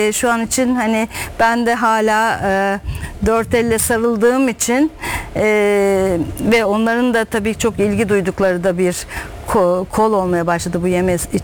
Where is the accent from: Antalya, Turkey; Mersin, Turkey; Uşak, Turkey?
Uşak, Turkey; ki Anadolu'dan gelen, biz Uşaklıyız.